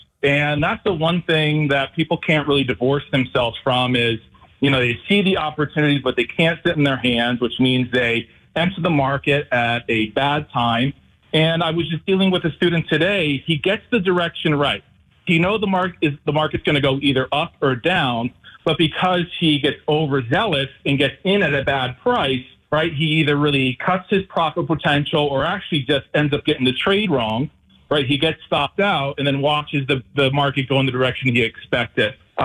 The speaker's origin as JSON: {"language": "English", "region": "Connecticut", "country": "United States", "tie": "born or raised there", "said": "I grew up in Connecticut, just right there on the New York border. And I come from a big extended family."}